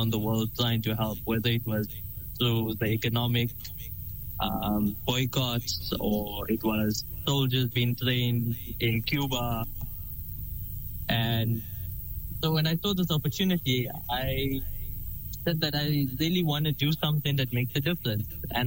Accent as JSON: {"language": "English", "country": "South Africa", "said": "And I also believe that as South African, we have a greater duty towards anyone that's suffering anywhere in the world."}